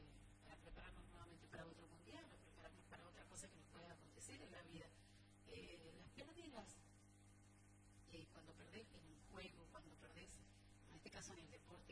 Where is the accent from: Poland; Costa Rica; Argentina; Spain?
Argentina